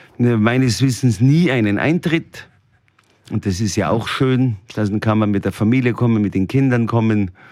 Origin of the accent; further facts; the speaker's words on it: Austria; ich bin Musiker, ich bin Österreicher